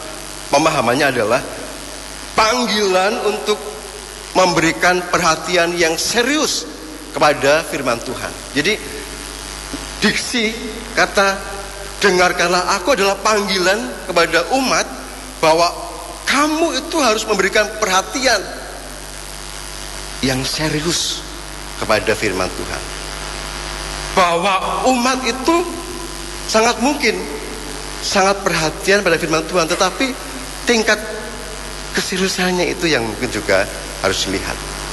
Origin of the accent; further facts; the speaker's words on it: Central Java, Indonesia; now in Gandrungmangu, Indonesia; Saya asli Pangkal, datang ke Cilacap hari ini dengan satu istri, satu anak.